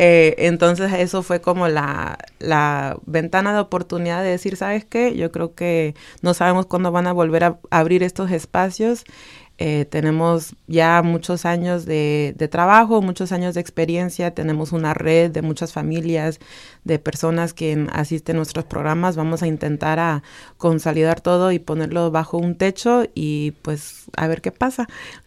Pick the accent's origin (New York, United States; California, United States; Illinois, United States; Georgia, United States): Illinois, United States; Chicago; Más que nada crecí en Pilsen